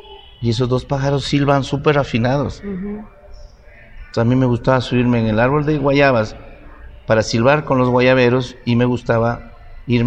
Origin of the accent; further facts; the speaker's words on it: Pimampiro, Imbabura, Ecuador; somos de Pimampiro, en ese tiempo una parroquia, pero nosotros teníamos actividades en el campo, ¿no? Y bueno, mi mamacita además era negociante de los productos que se daban en mi zona